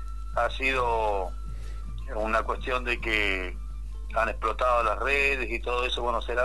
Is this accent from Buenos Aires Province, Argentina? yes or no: yes; General Villegas, Buenos Aires Province, Argentina; llevando el nombre de General Villegas.